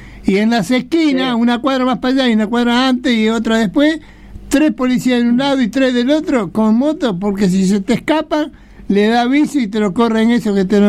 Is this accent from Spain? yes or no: no; Buenos Aires, Argentina; Yo tenía en mi barrio, cuando yo me crié allá en Pompeya, casi Soldati